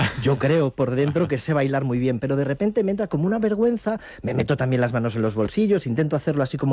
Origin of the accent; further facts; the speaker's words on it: Priaranza del Bierzo, Castile and León, Spain; now in Valladolid, Spain; en mi pueblo, que es Priaranza del Bierzo, es un pequeño pueblo de 200 habitantes en el Bierzo, en la provincia de León